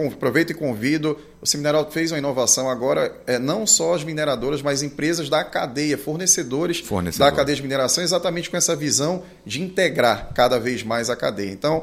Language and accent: Portuguese; Pará, Brazil; nós como paraenses